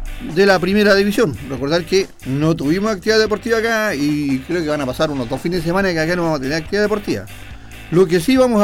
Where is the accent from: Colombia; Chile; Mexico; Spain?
Chile; Linares, Maule; se jugó ahí en mi tierra, en el Tucapel Bustamante Lastra.